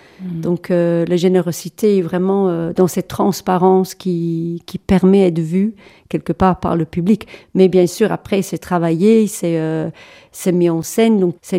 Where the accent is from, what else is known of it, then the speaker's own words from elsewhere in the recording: England, United Kingdom; French is a second language; moi je suis anglaise, donc à la base